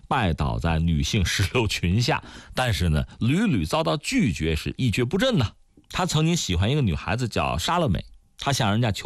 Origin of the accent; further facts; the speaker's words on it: China; 我们中国人